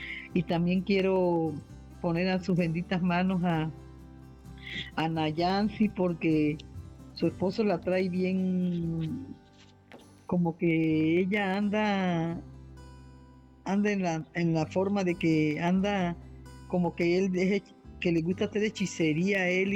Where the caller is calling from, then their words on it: Aguascalientes, Mexico; de acá de Aguascalientes.